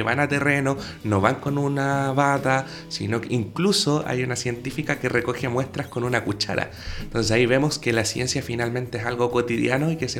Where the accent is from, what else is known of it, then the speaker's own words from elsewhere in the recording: San Bernardo, Santiago Metropolitan Region, Chile; Bueno, soy nacido y criado acá en San Bernardo.